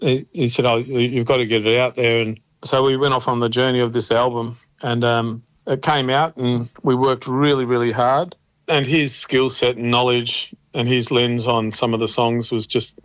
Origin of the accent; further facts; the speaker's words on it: Portland, Victoria, Australia; My mum shifted from town to town, and I grew up primarily near Portland in Victoria, mm-hmm. Australia. Mm-hmm. It's Gunditj Mara country.